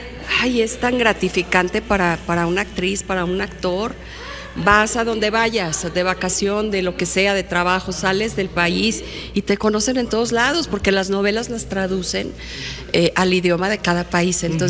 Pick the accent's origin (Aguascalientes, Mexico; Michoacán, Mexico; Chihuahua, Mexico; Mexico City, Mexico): Aguascalientes, Mexico; born or raised there; moved away as an adult